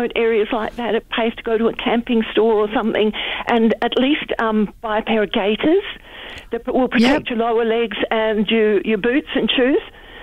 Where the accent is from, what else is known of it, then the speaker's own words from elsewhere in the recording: Western Australia, Australia; now in Currambine, Australia; I grew up near Mullawar on a 5,500 acre property between Geraldton and Mullawar. And I had family farming in Mullawar, also had family farming in Walkaway on the Greenock Flats.